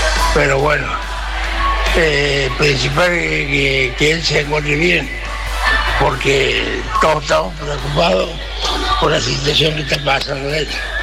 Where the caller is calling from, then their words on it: San Pacho, Córdoba, Argentina; de San Pacho.